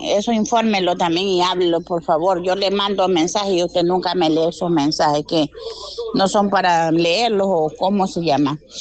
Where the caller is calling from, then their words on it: Playa Prieta, Manabí, Ecuador; Yo también soy de Playa Prieta